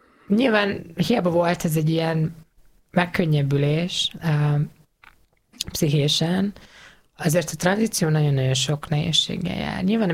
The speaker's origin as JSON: {"language": "Hungarian", "region": "Borsod-Abaúj-Zemplén", "country": "Hungary", "said": "én egy icipici faluból származom, Borsod megyéből, egy 800 fős kis faluból."}